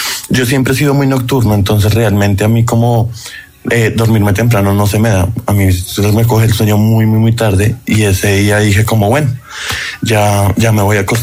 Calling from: Bogotá, Colombia; En este momento estoy en San Javier, desde Medellín, pero realmente vivo en Bogotá, estoy de vacaciones.

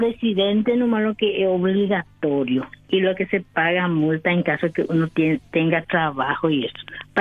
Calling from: Ñemby, Central, Paraguay

